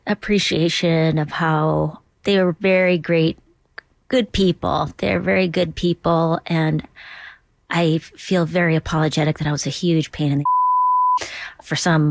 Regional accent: Duluth, Minnesota, United States; I love Minnesota and I love Duluth, especially my hometown.

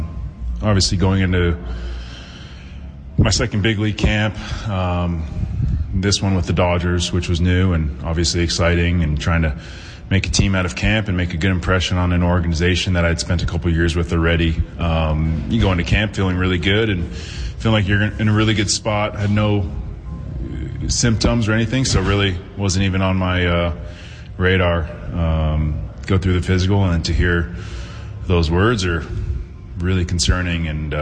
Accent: San Diego, California, United States; my hometown, San Diego

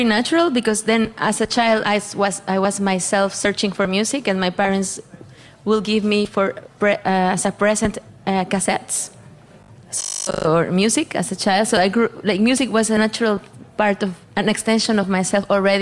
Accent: Saltillo, Coahuila, Mexico; I'm from Saltillo, Mexico. Saltillo is a city in the north of Mexico, very close to the U.S.

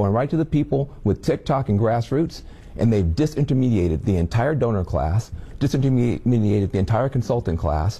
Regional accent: Jackson, Tennessee, United States; I'm from Jackson, Tennessee.

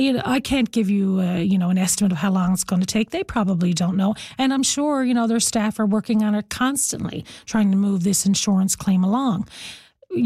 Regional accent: Placentia, Newfoundland and Labrador, Canada; Southern Harbor is quite close to me in the fact that I grew up in Placentia

